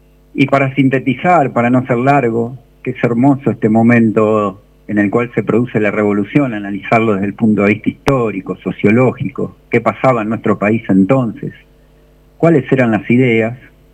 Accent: Argentina; patria somos los argentinos y las argentinas

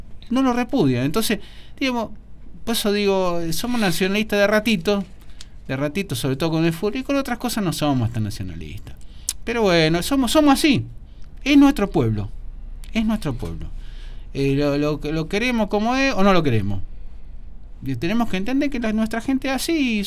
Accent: Argentina; somos así los argentinos. Los argentinos somos eternamente contradictorios.

